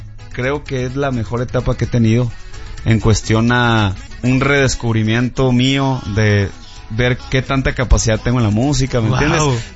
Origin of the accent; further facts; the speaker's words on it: Hermosillo, Sonora, Mexico; now in Mexico City, Mexico; yo, pues soy de Hermosillo